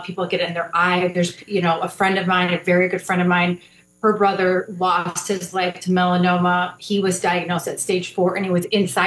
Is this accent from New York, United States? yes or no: no; Crystal Lake, Illinois, United States; Actually, I grew up in Crystal Lake, so I grew up in a lake town